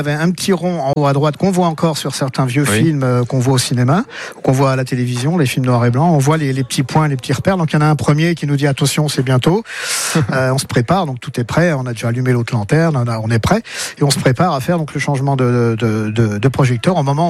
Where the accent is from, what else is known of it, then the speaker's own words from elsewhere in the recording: Montbard, Bourgogne-Franche-Comté, France; born there; also born or lived in Dijon; Alors, dans les salles de cinéma de Montbard, ma ville natale, au tout début, j'étais très jeune, et puis ensuite à Dijon, à la fin de mes études, voilà.